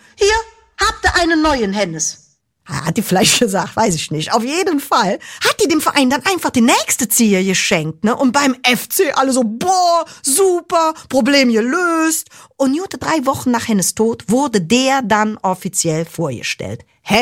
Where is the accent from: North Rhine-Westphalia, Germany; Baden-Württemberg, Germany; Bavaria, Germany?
North Rhine-Westphalia, Germany; Cologne; im schönen Kölle. Oh, Kölle. Wenn ich so an meine Heimat denke